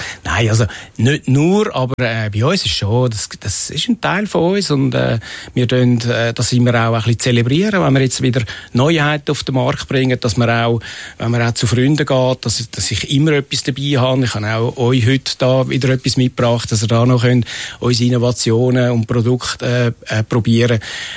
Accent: Zurich, Switzerland; born or raised there

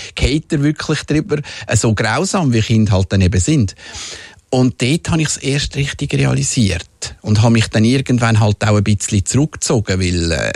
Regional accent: Winterthur, Zurich, Switzerland; born there; ich bin zuerst in Winterthur aufgewachsen, bei den ersten 7 Jahren

